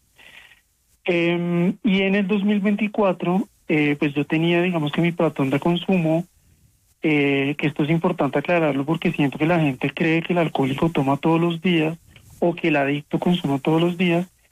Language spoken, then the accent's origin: Spanish; Bogotá, Bogotá Capital District, Colombia